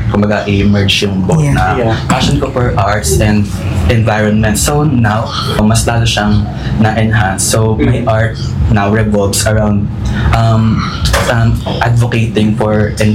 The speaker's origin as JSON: {"language": "Tagalog", "town": "Manila", "region": "Metro Manila", "country": "Philippines", "tie": "born or raised there", "moved": "yes", "lives_now": "Bulacan or nearby province, Philippines", "said": "I grew up in Manila City. So basically, as a child, I was surrounded by concrete jungle."}